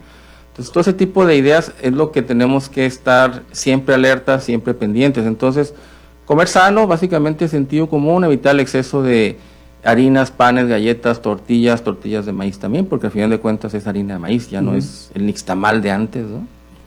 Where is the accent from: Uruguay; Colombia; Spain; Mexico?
Mexico